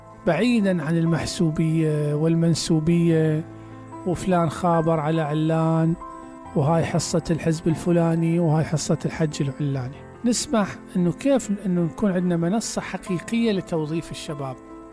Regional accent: Basra Governorate, Iraq

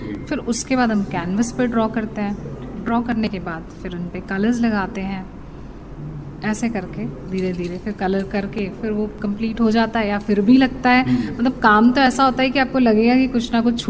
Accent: Bhopal, Madhya Pradesh, India; और मैं भोपाल से हूँ।

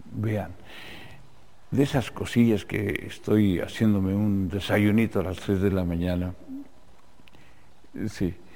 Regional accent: Mexico

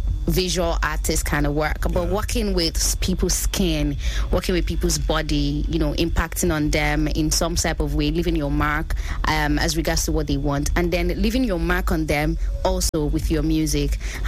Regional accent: Nigeria; And I think that's the beautiful part about being a Nigerian. We're proud Nigerians.

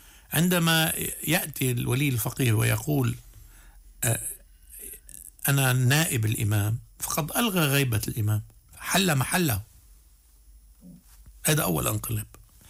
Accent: Lebanon; نحن مواطنين لبنانيين

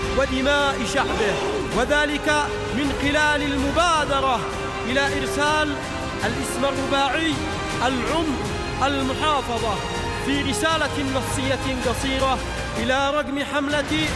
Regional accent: Yemen; بلادنا اليمن

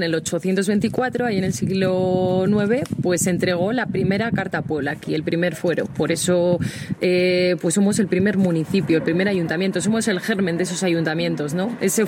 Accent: Aguilar de Campoo, Castile and León, Spain; en mi caso vengo de Aguilar, ¿eh?

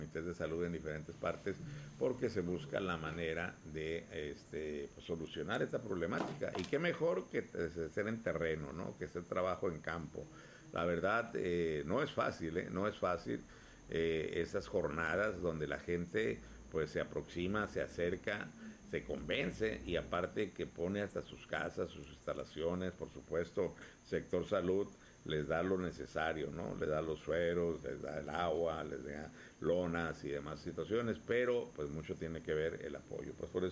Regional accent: Mexico; Como buenos mexicanos nos divertimos.

